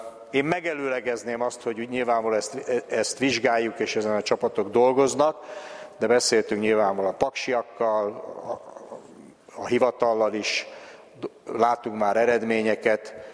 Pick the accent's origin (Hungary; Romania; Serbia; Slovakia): Hungary